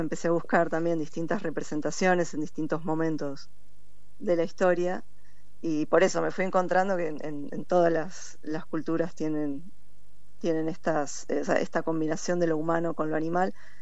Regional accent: La Plata, Buenos Aires Province, Argentina; born there; yo soy nací acá en La Plata.

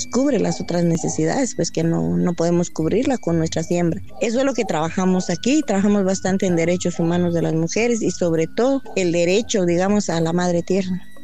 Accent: Kaqchikel Maya area, Guatemala; soy Maya Cachiquel.

